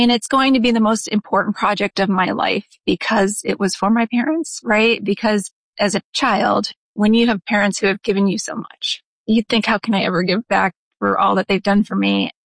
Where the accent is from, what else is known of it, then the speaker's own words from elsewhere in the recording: Dunmore, Pennsylvania, United States; I really enjoyed my childhood here, growing up at our city house in Dunmore and going to our lake house 7 minutes away, you know, up at Moosic Lake.